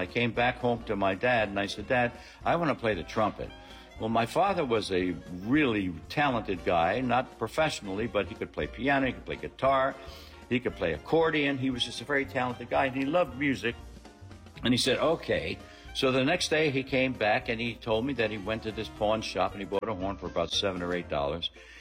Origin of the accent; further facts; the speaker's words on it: Philadelphia, Pennsylvania, United States; As a young man, young boy, really, growing up in South Philadelphia